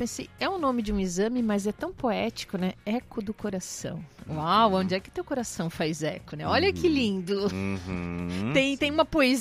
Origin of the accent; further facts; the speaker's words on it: Rio Grande do Sul, Brazil; depois do sotaque do meu estado, que eu nasci no Rio Grande do Sul, o sotaque mais bonito que tem no Brasil, acho que é do povo de Minas.